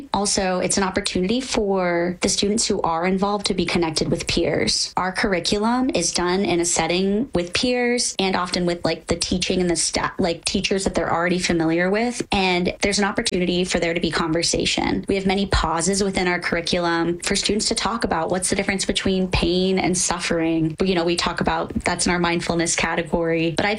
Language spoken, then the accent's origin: English; Henderson, Nevada, United States; being from Nevada, I grew up in Henderson.